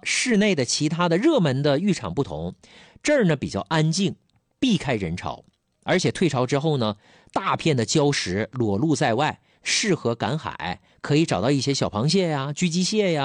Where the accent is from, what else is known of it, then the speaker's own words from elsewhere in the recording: Dalian, Liaoning, China; 本地咱们大连人周末喜欢啊游玩的一个地方。